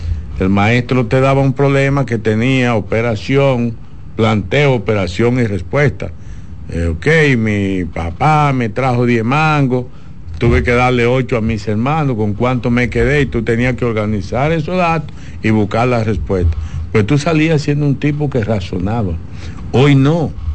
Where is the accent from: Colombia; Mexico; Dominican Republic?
Dominican Republic; somos los mismos dominicanos